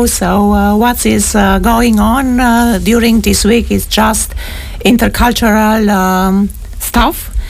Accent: Sibiu, Sibiu County, Romania; I'm coming from Romania, from Sibiu, and from our university, Lucian Blaga University in Sibiu.

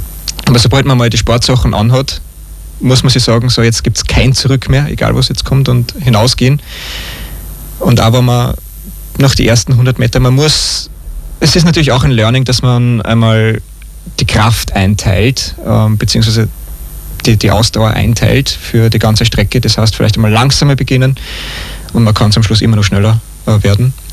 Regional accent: Asperhofen, Lower Austria, Austria; danach geht es weiter mit dem Lauf in meiner Heimatgemeinde in Asperhofen, der auf dem Buchberg.

